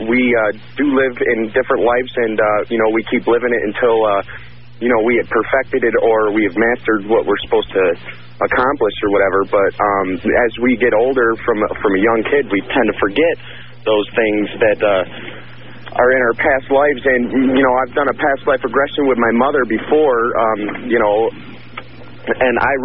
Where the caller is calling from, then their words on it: Colorado, United States; from Colorado.